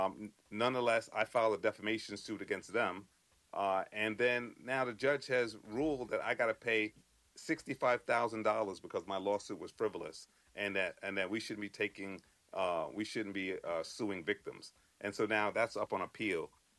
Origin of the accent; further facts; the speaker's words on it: New York City, New York, United States; now in Connecticut, United States; I'm from New York, from the Bronx. My family's from Antigua and Barbuda, the Caribbean. I'm barred in New York, although I live in Connecticut now.